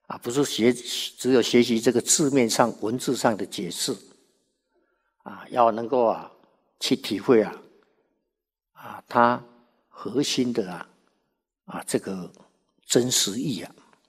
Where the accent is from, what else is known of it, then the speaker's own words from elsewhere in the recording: China; 我们中国人